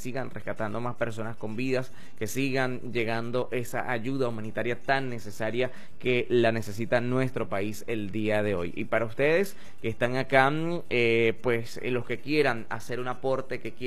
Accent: Venezuela; nosotros como venezolanos elevamos siempre la oración para que llegue la ayuda humanitaria.

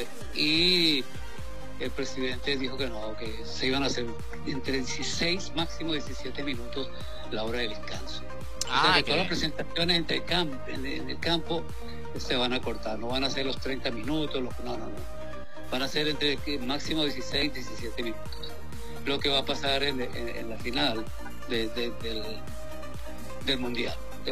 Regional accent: San Cristóbal, Táchira, Venezuela; moved away; Yo me crié en San Cristóbal, estado Táchira, la cual amo, y la mi selección es Venezuela.

